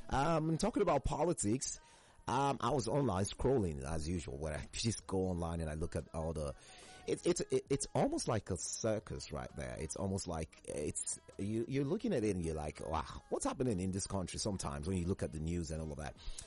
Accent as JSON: {"language": "English", "country": "Nigeria"}